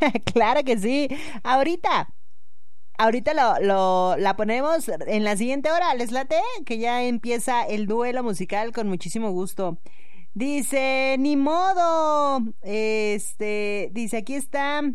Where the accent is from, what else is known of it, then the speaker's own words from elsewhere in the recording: Mexico; yo creo que nosotros como mexicanos en algún momento, ¿no?, hemos pasado por alguna situación similar